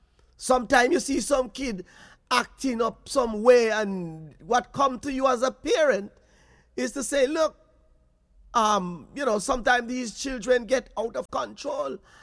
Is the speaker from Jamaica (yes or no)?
yes; Jamaica; as a Jamaican, yes, there are days then we as parents, when our parents was growing up, and we as children, we would listen to the elders in our community